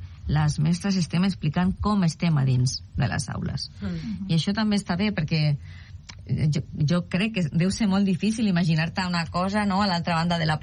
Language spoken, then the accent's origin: Catalan; L'Hospitalet de Llobregat, Catalonia, Spain; jo de cor soc de l'Hospitalet de Llobregat